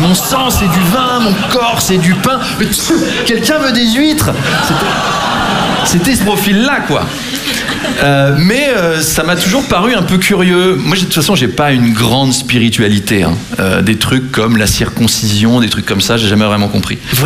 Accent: Versailles, Île-de-France, France; Moi, j'ai grandi à Versailles, hein. Très très catholique comme environnement

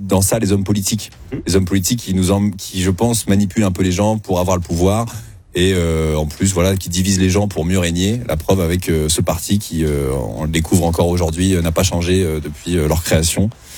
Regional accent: Normandy, France; Moi, je viens de la Normandie profonde.

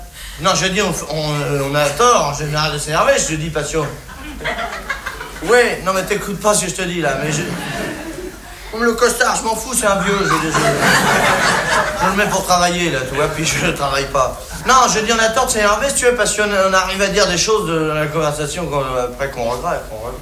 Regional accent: France

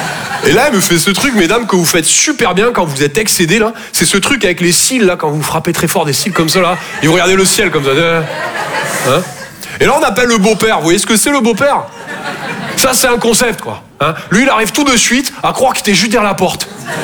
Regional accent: Toulouse, Occitanie, France; Je viens de Toulouse, à la base. Ouais, ça s'entend un peu. Ouais. Bah, mon accent, c'est vraiment comme mon sexe.

